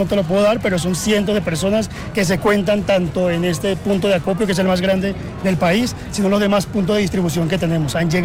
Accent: Colombia; pues eso muestra el gran corazón que tenemos como colombianos y cómo mueve la solidaridad.

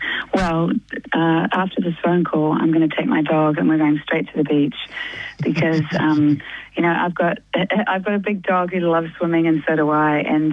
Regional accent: New Zealand; now in Auckland, New Zealand; I live on an island, right? I'm from Aotearoa, New Zealand. I've grown up with a beach right there and a country right there. And I live in Tamaki Makaurau in Auckland now, which is more city, but to be honest with you, I live right near the beach.

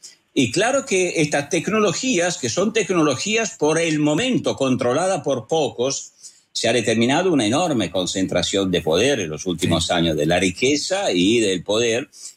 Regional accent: Italy; moved away; Yo soy italiano

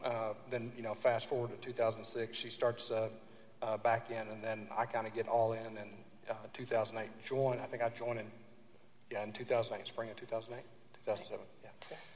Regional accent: Oklahoma, United States

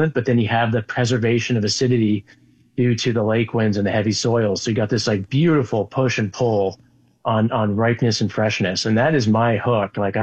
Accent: Canada; because we're Canadian and humble

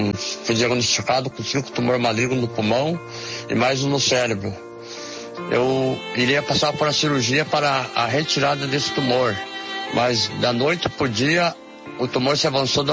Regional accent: Timbó Grande, Santa Catarina, Brazil; sou da cidade de Timbó Grande, Santa Catarina, congrego na Igreja Pentecostal Deus e Amor.

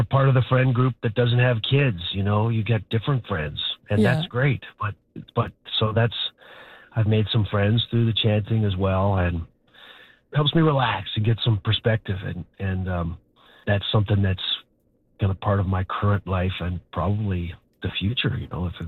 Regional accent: Carlisle, Saskatchewan, Canada; I was raised in Carlisle, Saskatchewan.

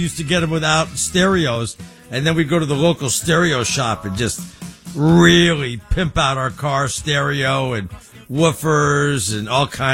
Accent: Bronx, New York, United States; now in Los Angeles, United States; I lived in Brentwood, but we came from the Bronx.

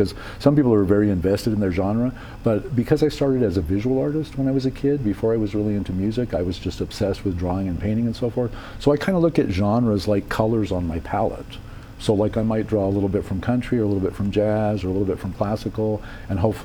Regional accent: El Paso, Texas, United States; also born or lived in Silver City, New Mexico / Denver / Los Angeles; now in Las Cruces, United States; I'm from El Paso, right down the road, originally.

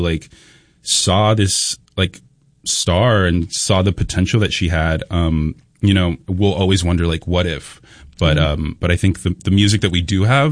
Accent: Texas, United States; you know, I grew up in Texas, where … legacy, I think, is especially like present.

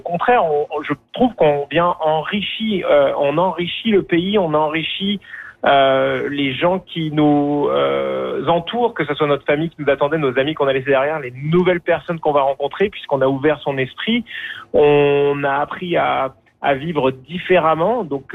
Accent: France; now in Canada; comme on peut l'entendre à mon accent, je suis originaire de France, mais ça fait une vingtaine d'années que j'habite moi au Canada.

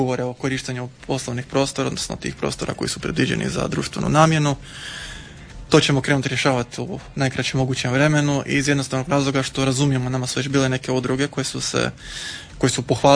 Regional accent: Pula, Istria County, Croatia; ja sam odrastao na Montezaru, doslovno preko puta Rojca.

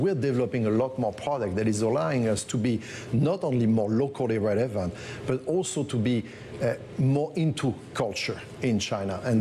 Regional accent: France; accent: French; also born or lived in United States; I was born in the U.S. despite my French accent

